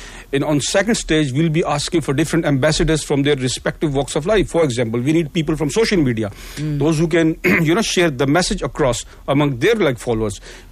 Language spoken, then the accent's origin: English; South Africa; And us as South African, we'll be so proud to present a project to rest of the African countries as well